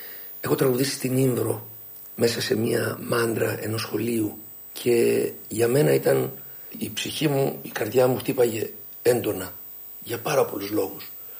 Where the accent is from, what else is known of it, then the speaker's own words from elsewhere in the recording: Nikaia, Attica, Greece; born there; Και εμείς, εγώ και ο Χρήστος, γεννηθήκαμε στην παράγκα της Κοκκινιάς.